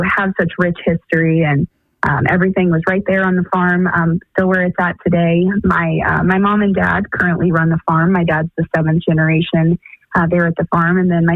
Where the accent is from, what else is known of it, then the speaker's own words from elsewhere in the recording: Ohio, United States; So, I grew up on Downing Fruit Farm down in Dark County and was blessed to be the eighth generation on the farm there and growing all kinds of fruits and vegetables.